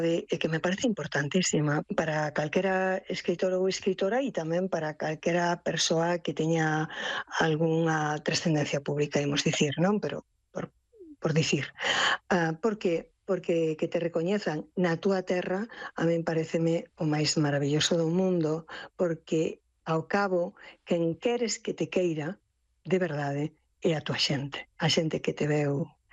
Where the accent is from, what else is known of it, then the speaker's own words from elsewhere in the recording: Pontedeume, Galicia, Spain; Sempre digo que son criatura das Fragas, porque, como ben dixeches, Belén, eu nacín na parroquia de Ombre, concello de Ponte de Eume, que é unha das entradas ás Fragas do Eume.